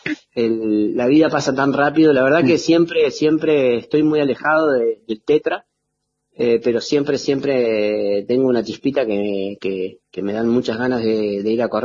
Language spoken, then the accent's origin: Spanish; Esquel, Chubut, Argentina; moved away as an adult; now in El Chaltén, Argentina; Mi corazón siempre está en Esquel y yo amo Esquel y soy de Esquel, o sea, por más que esté trabajando hoy en Santa Cruz, en Chaltén